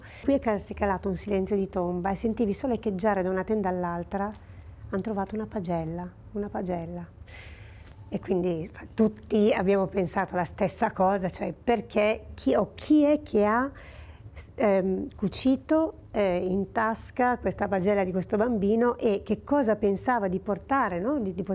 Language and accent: Italian; Pontestura, Piedmont, Italy; Io so che … al mio paese natio, che è Pontestura, che è vicino a Casale Monferrato, è Pontestura, perché sanno che lavoro sulle ossa.